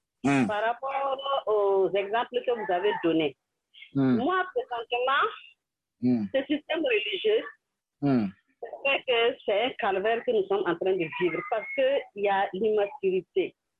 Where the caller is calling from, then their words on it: Burkina Faso; Ici, c'est le Burkina. J'appelle depuis le Burkina.